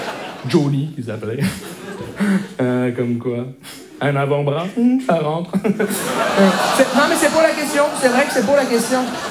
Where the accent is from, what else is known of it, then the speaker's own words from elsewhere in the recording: Montreal, Quebec, Canada; je viens de Montréal.